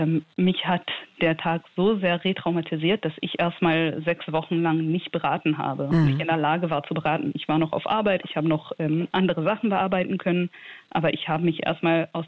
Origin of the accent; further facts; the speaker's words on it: Israel; Ja, ich komme selbst aus Israel